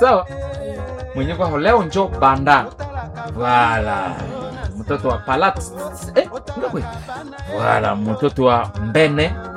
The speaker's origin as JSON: {"language": "Swahili", "country": "DR Congo", "said": "Sisi ni wakongomani."}